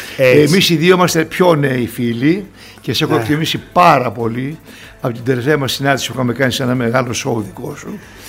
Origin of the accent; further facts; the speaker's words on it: Athens, Attica, Greece; also born or lived in Thessaloniki; εγώ είμαι Θεσσαλονικιός και οι Θεσσαλονικοί, ξέρεις, τα λένε. Άσχετα αν έχω μεγαλώσει στην Αθήνα, αλλά έχω γεννηθεί στην Φτωχομάνα. Είμαι περήφανος ότι είμαι Θεσσαλονικιός.